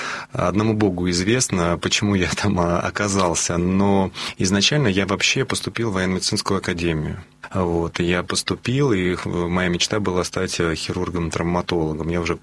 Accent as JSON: {"language": "Russian", "town": "Sovetsk", "region": "Kaliningrad Oblast", "country": "Russia", "said": "Нет, я сам из Калининграда."}